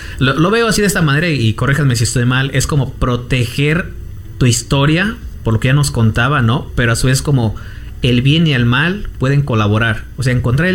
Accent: Guanajuato, Mexico; Y es raro porque somos del estado de Guanajuato

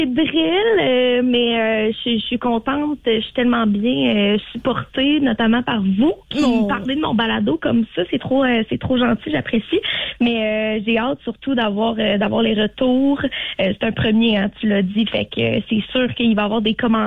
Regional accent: Lévis, Quebec, Canada; moved away as an adult; now in Saguenay, Canada; Moi, je viens de Lévis

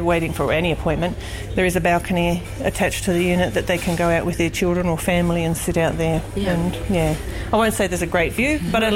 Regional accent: Mount Gambier, South Australia, Australia; I'm from Mount Gambier

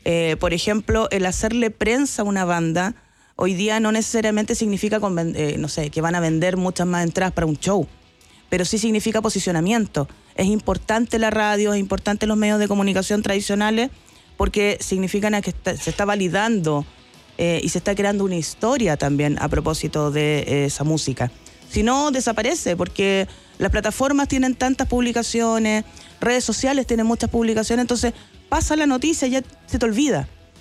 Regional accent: Santiago, Santiago Metropolitan Region, Chile; Yo soy de Santiago

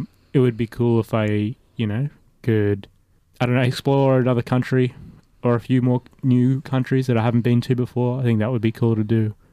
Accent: Australia; born there

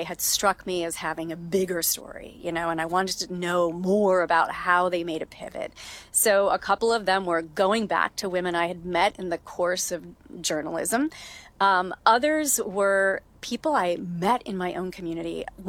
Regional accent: Kentucky, United States; I grew up in Kentucky, went to Churchill Downs, the home of the Kentucky Derby, many times.

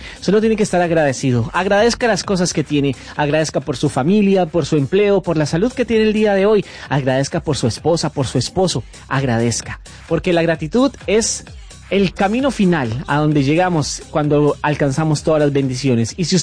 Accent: Colombia; un colombiano

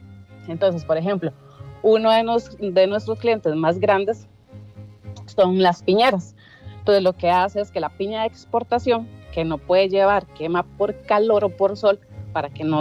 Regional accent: Heredia, Costa Rica; Soy de Heredia.

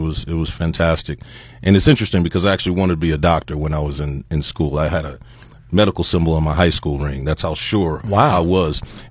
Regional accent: San Antonio, Texas, United States; I'm from Texas.

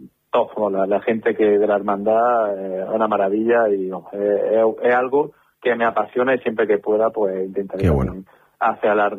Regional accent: Linares, Andalusia, Spain; moved away as an adult; tengo muchos vínculos con Linares, ¿no? Con mi ciudad, con las amistades, con mi familia.

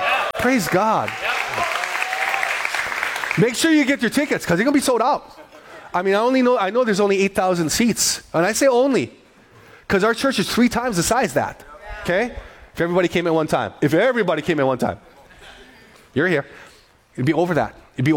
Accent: Kalihi, Hawaii, United States; So we grew up in Kalihi. We lived in Kalihi.

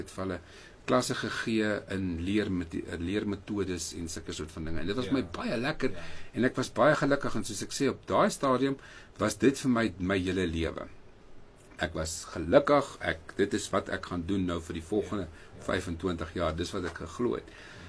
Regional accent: Mpumalanga, South Africa; Ek is gebore in Mpumalanga, in Oost-Transvaal daai jare gewees. Ek het groot geword daar. Ek is 'n boerse kind. Ek het daar op 'n plaas groot geword.

